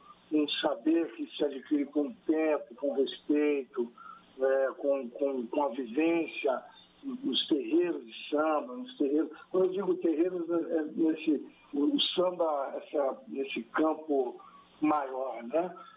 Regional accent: Barra Mansa, Rio de Janeiro, Brazil; Sou de Barra Mansa e Barra de Piraí, né?

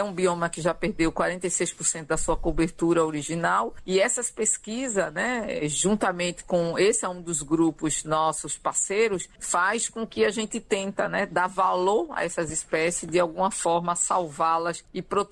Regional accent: Northeast Region, Brazil; mas somos nordestino, esse povo tão guerreiro, né, Mara, que sobrevive com tão pouco.

